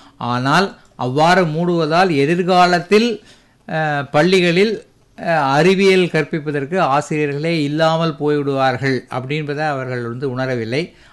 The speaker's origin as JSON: {"language": "Tamil", "town": "Chennai", "region": "Tamil Nadu", "country": "India", "said": "நான் அடிப்படையில் சென்னையை சேர்ந்தவன்"}